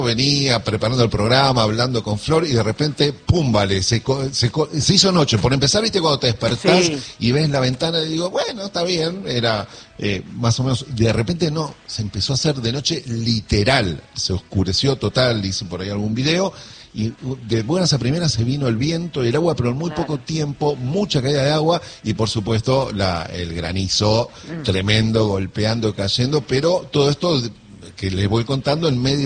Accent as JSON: {"language": "Spanish", "country": "Argentina"}